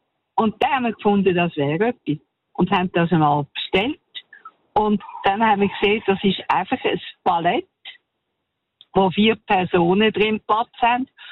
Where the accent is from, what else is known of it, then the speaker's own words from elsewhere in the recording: Menziken, Aargau, Switzerland; Hallo, ich komme eigentlich aus Menziken.